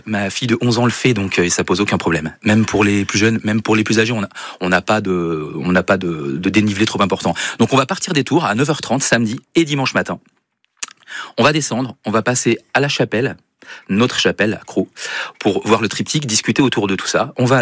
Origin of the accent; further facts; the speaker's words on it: Nouvelle-Aquitaine, France; chez nous en Creuse